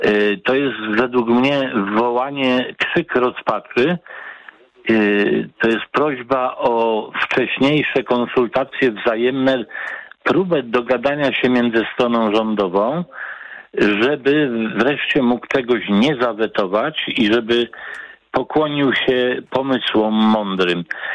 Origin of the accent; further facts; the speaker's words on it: Poznań, Greater Poland Voivodeship, Poland; now in Tychy, Poland; Przypominam się, że rodowity Poznaniak istnieje i Tychy się kłaniają.